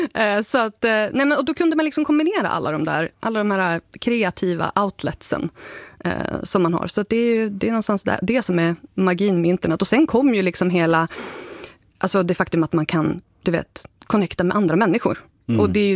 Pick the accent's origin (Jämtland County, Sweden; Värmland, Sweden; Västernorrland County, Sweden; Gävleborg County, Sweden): Västernorrland County, Sweden; Sund; Jag fastnade i att jag är från Sund, men jag bor inte i Sund. Utan jag, nej. Jag bodde i Sund slash Domsjö.